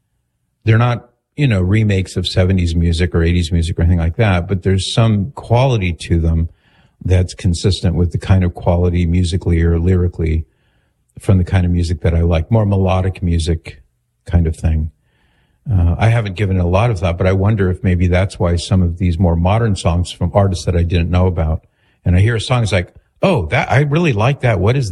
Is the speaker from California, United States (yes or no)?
yes; California, United States; This is when I grew up in Southern California.